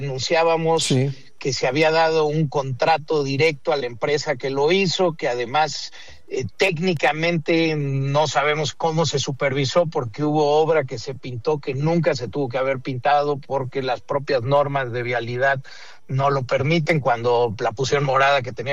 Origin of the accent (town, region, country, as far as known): Mexico City, Mexico